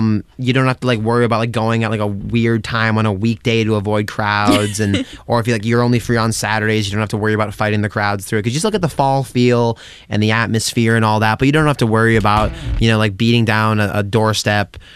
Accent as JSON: {"language": "English", "region": "Massachusetts", "country": "United States", "tie": "born or raised there", "said": "especially for someone who's a native of Massachusetts. I was born near Salem and Beverly, and..."}